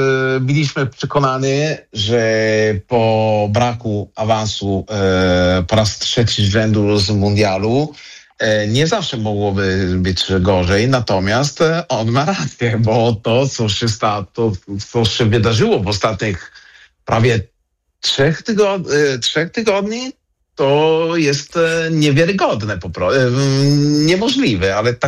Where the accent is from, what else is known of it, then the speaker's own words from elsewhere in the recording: Italy; jestem Włochem i wiem, jak Włosi czasami zachowują